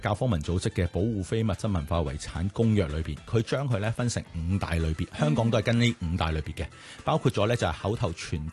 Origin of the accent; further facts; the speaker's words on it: Fujian, China; 啊，譬如我哋福建人可能有一啲唔同嘅习俗啦，咁呢度都会有嘅。